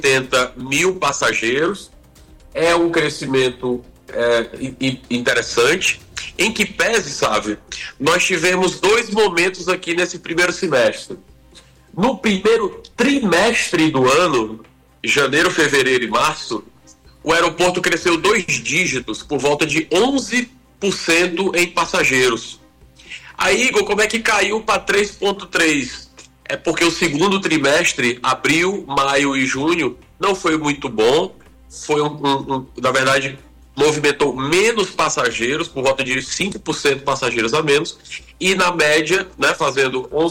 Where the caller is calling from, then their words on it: Juazeiro do Norte, Ceará, Brazil; Falo aqui diretamente do Cariri Cearense, Sávio. Juazeiro do Norte.